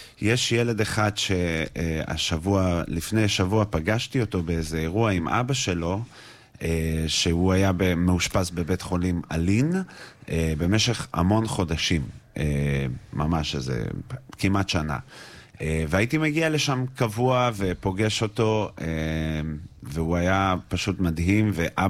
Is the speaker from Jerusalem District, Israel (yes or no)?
yes; Jerusalem, Jerusalem District, Israel; אני מירושלים. אני אבא לארבעה ילדים.